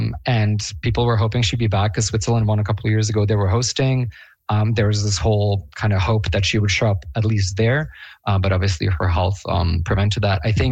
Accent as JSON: {"language": "English", "country": "Bosnia & Herzegovina", "tie": "born or raised there", "moved": "yes", "said": "So I was born and raised in Bosnia-Herzegovina."}